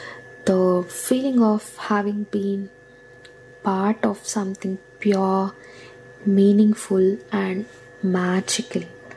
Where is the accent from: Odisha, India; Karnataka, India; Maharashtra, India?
Karnataka, India; Udupi; moved away; So back in India, there was a concert of Sir in my hometown, Udupi, which is in Karnataka.